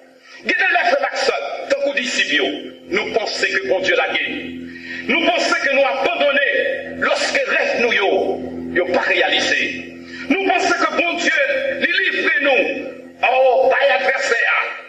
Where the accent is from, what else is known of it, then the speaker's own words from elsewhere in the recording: Haiti; où je suis un haïtien qui est attaché à le pays ça